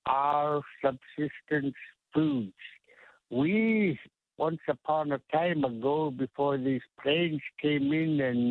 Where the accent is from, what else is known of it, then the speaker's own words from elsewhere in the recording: New Stuyahok, Alaska, United States; I am from New Stuyuhok. The way to go down river is what it means in English.